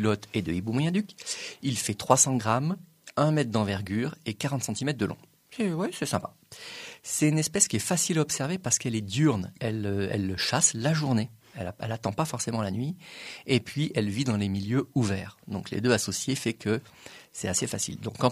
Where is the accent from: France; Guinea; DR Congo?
France; Mais chez nous, en France